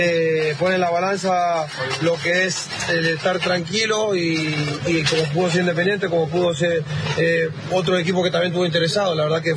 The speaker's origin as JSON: {"language": "Spanish", "country": "Argentina", "said": "Uno como argentino, la gana siempre está de volver"}